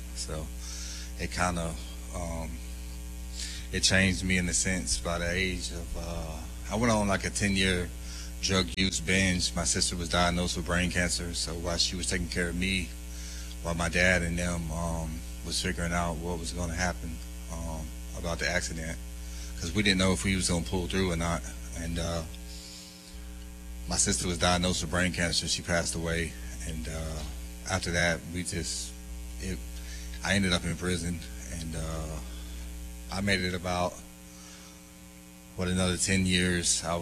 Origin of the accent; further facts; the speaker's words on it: Clayton County, Georgia, United States; I'm 37. I'm from Clayton County, Georgia.